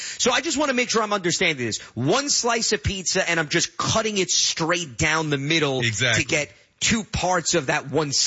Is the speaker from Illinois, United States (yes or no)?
no; New York City, New York, United States; And then for those once again who may have been in growing up in the New York City region, they understand we had BCBA and CYO basketball. Those were the two youth leagues. So I played in the BCBA